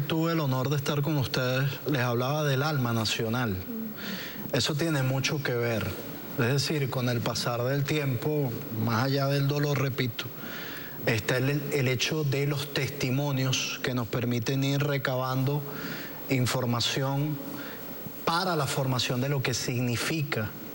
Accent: Venezuela; lo que nos caracteriza como venezolanos

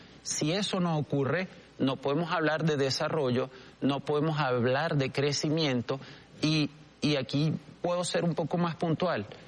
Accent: Venezuela

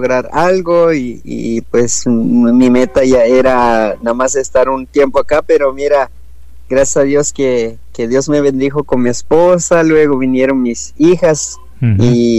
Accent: Guatemala; moved away as an adult; now in Los Angeles, United States; Soy de Guatemala, pero vivo aquí en Los Ángeles, California. Estoy casado y tengo tres hijas aquí en Los Ángeles.

